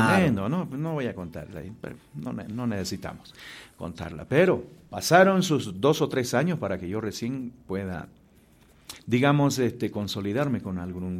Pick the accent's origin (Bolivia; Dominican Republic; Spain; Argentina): Bolivia; La Paz; moved away; Hace 25 años viví en La Paz los últimos 10 años.